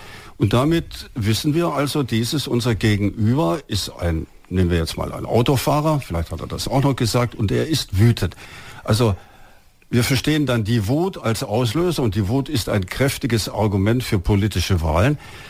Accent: Osnabrück, Lower Saxony, Germany; Ich bin aus Osnabrück, ich lebe seit 32 Jahren in Osnabrück.

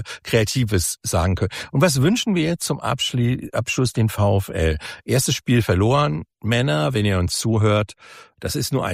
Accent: Munich, Bavaria, Germany; Ich komme ja hier aus München

